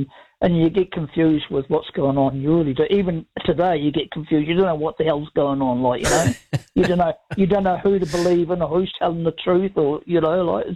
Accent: Western Springs, Auckland, New Zealand; I grew up in Western Springs and I was 31 at that age. And I remember standing on my parents' deck watching the plane going around in circles over Western Springs, over Sandringham

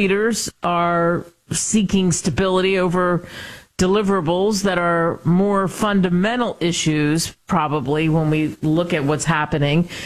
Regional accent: Pennsylvania, United States; moved away; I grew up outside of Philly

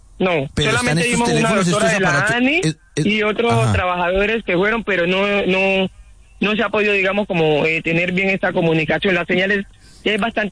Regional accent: Buenaventura, Valle del Cauca, Colombia; soy de Buenaventura, me dirigía para Ciudad de Cali a una cita médica

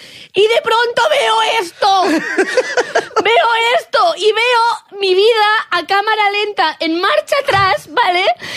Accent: Catalonia, Spain; porque ya sabemos que soy catalana.

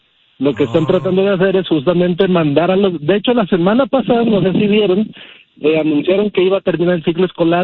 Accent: United States; No, porque bueno, yo crecí en Estados Unido

